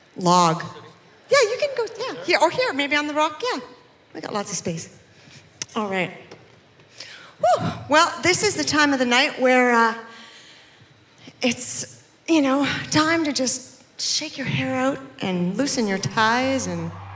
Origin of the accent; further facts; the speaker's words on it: Ontario, Canada; Carrie and I grew up in Canada and Ontario, so yeah, we spend a lot of cold winter days outside around the campfire